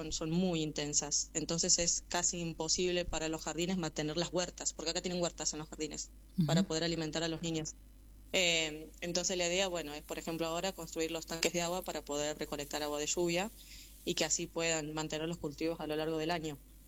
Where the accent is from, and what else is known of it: La Carlota, Córdoba, Argentina; moved away as an adult; now in Malawi